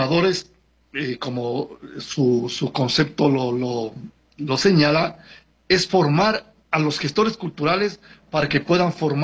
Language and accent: Spanish; Ecuador; soy podemos decir así, el primer ecuatoriano